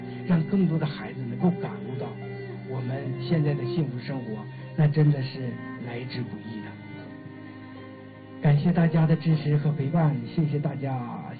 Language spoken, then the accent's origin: Chinese; China